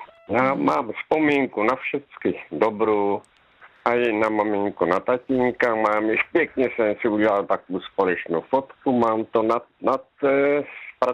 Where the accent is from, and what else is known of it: Luka, Zlín Region, Czechia; born or raised there; now in Topolná, Czechia